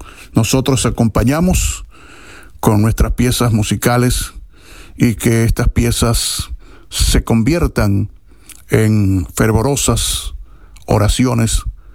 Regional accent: Venezuela; vivimos todos como venezolanos.

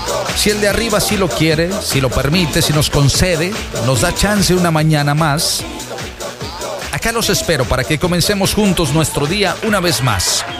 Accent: Veracruz, Mexico; Yo soy Jarocho.

